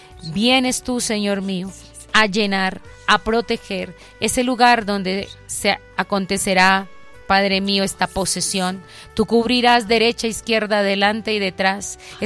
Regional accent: Colombia

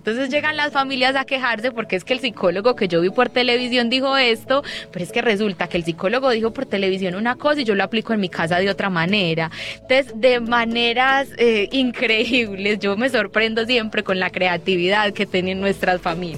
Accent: Medellín, Antioquia, Colombia; born there; Yo nací en Belén Rincón y desde hace 6 años soy catequista

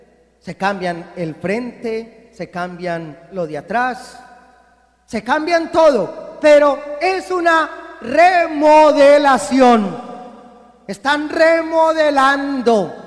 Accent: Colombia; En Colombia decimos latonería y pintura

